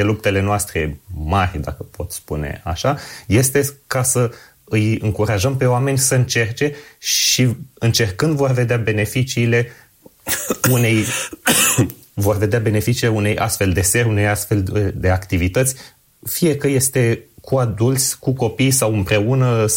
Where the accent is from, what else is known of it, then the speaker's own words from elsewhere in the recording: Romania; Ca români